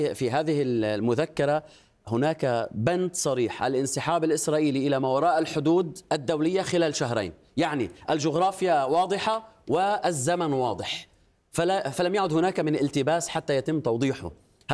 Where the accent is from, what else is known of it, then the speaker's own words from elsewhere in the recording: South Lebanon, Lebanon; أنا كمواطن جنوبي